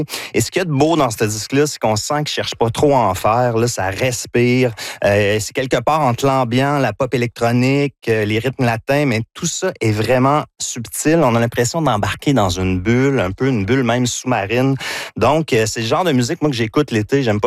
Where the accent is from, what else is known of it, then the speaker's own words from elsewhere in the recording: Victoriaville, Quebec, Canada; accent: Victoriaville; Puis c'est mon accent de Victoriaville.